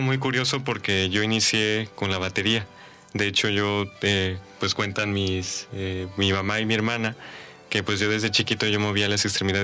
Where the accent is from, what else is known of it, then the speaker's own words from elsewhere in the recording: Mexico; es un poco inverosímil y hasta a veces absurdo que como mexicanos no sepamos lo que tenemos, ¿no?